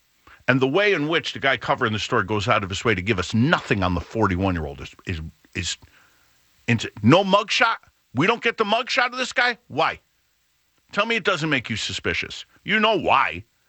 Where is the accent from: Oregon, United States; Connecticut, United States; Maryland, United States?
Connecticut, United States; New Haven; Me growing up in New Haven.